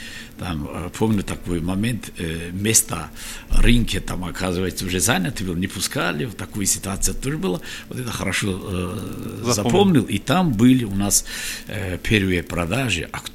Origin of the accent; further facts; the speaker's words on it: Kharbuk, Dagestan, Russia; Мы харбукцы, я родом из Харбука.